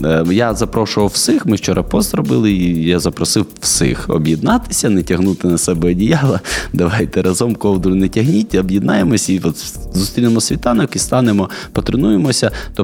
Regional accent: Luhansk Oblast, Ukraine; now in Odesa, Ukraine; коли я там народився, виріс в Луганській області, я завжди в дитинстві мріяв жити біля моря.

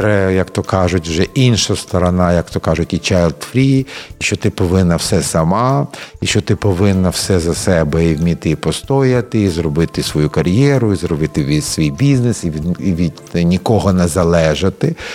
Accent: Odesa, Odesa Oblast, Ukraine; багатонаціональну мою рідну Одесу, в якій вже шосте покоління мешкає моїх ancestors, тобто там дуже-дуже вже це давно

